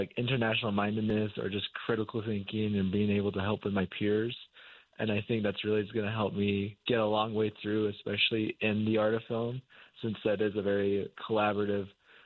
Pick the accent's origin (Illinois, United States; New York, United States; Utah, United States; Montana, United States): Utah, United States; Monument Valley; since I grew up in Minot Valley.